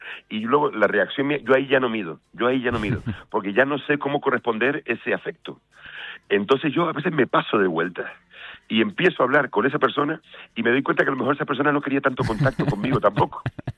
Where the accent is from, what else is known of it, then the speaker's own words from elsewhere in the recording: Granadilla de Abona, Canary Islands, Spain; also born or lived in London; yo soy de Granadilla y mi familia tiene una casa en La Caleta, ahí en La Caleta de Tajao, ahí al lado de en Arico.